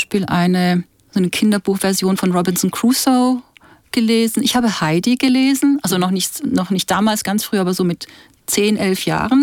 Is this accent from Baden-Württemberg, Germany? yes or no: yes; Baden-Württemberg, Germany; born there; first language Czech; German is a second language; also born or lived in Czechoslovakia; Also wir haben in einer kleinen Stadt in der Nähe von Heidelberg gewohnt